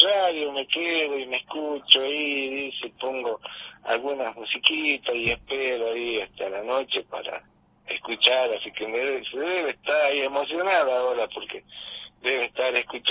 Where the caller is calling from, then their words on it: San Salvador de Jujuy, Jujuy, Argentina; Nosotros somos de San Salvador.